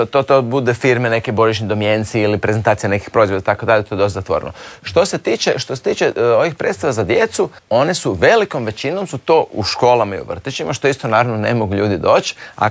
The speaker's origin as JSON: {"language": "Croatian", "country": "Croatia", "said": "ja sam iz Hrvatske."}